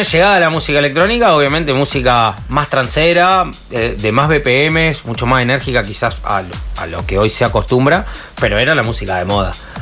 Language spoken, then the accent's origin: Spanish; Castelar, Buenos Aires Province, Argentina; born there; Sí, soy de nací en Castelar, que es a 30 kilómetros de Capital Federal, en la zona oeste. Tengo casi 39 años, los cumplo ahora en dos semanas.